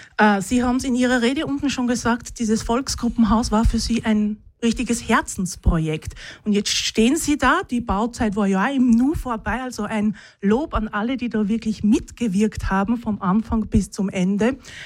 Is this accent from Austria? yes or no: yes; Oberwart, Burgenland, Austria; wenn ich beruflich auch unterwegs war, jemand gefragt hat, woher kommen Sie? Habe ich immer gesagt, Oberwart. Oberwart ist für mich einfach die Hauptstadt der Welt.